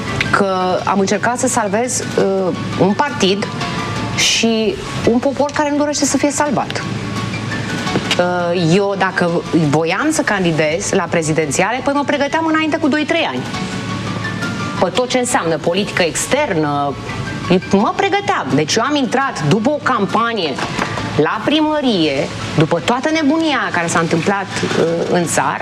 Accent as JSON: {"language": "Romanian", "country": "Romania", "said": "Sunt o româncă, îmi iubesc țara asta și muncesc pentru ea."}